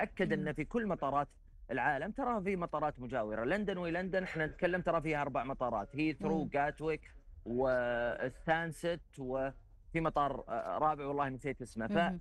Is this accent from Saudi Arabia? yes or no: yes; Saudi Arabia; مش عندنا في السعودية.